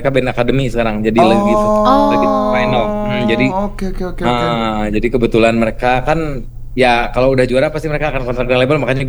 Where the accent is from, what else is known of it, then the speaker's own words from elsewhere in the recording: Bandung, West Java, Indonesia; Kita dari Bandung.